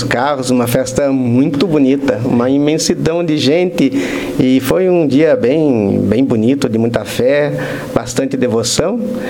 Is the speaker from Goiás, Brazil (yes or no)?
no; Tremembé, São Paulo, Brazil; also born or lived in Taubaté; now in Videira, Brazil; Sou natural de Taubaté, no interior do estado de São Paulo, nasci em Taubaté, me criei em Tremembé, uma cidade bem ao lado, e estou em Videira mais ou menos um mês e meio.